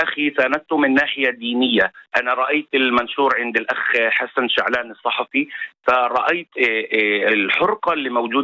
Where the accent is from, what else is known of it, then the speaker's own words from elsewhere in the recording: Jisr az-Zarqa, Haifa District, Israel; ورأيت كثيرا أنك زرت بلدتي قرية جسر الزرقاء كثيرا